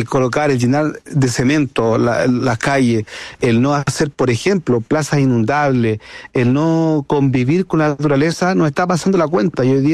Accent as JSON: {"language": "Spanish", "town": "Concón", "region": "Valparaíso", "country": "Chile", "tie": "born or raised there", "said": "yo nací en Concón cuando Concón era parte de Viña del Mar. Ya. Éramos una delegación."}